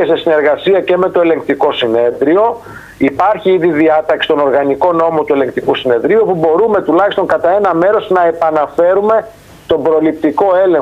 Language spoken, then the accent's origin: Greek; Central Greece, Greece; προς τα μέρη τα δικά μου πάνω που κατάγομαι από την Κεντρική Ελλάδα